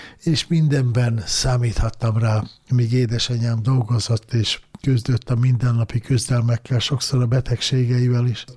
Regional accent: Hungary; itt vannak a gyerekeim, az unokáim, és itt éltem el az egész életemet, itt a Duna mellett

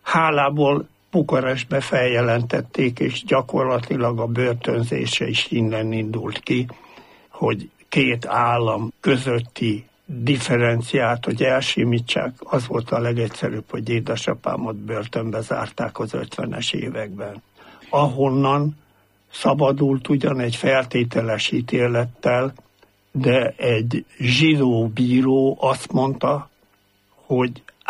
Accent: Vértes, Hajdú-Bihar, Hungary; born there; 49. október 5-én születtem Vértesen, ahol nagyapám több mint 30 évig szolgált görög-katolikus esperesként.

